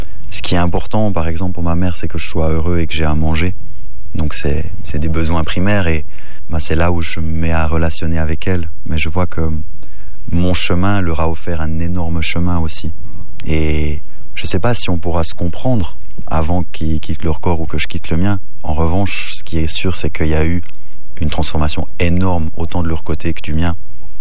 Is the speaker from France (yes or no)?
no; Switzerland; born there; je suis né en Suisse. Ma famille sont quasiment tous des entrepreneurs suisses